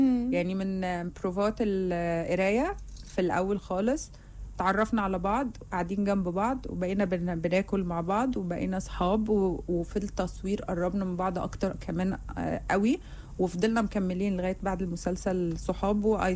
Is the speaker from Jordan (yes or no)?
yes; Jordan; عندنا في الاردن ردح مالوش